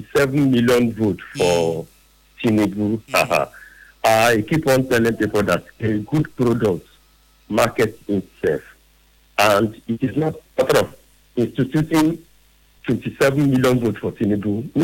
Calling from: Nigeria; I'm calling from Roman Work Community.

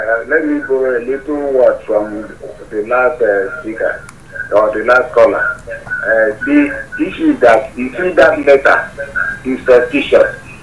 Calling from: Nigeria; I'm calling from Unity Junction.

